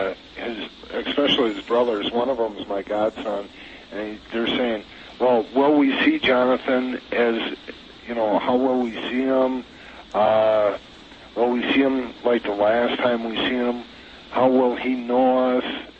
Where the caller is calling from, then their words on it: Beaver Dam, Wisconsin, United States; Beaver Dam, Wisconsin.